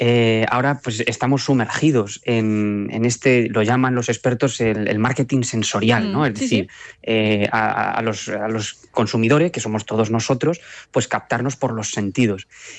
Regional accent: Lillo, Castilla-La Mancha, Spain; now in Talavera de la Reina, Spain; mi pueblo, que es donde me he criado

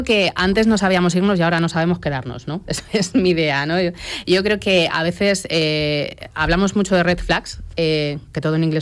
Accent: Tomelloso, Castilla-La Mancha, Spain; yo soy de Tomelloso

